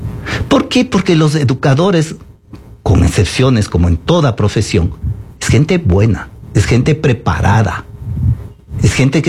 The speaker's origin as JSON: {"language": "Spanish", "country": "Ecuador"}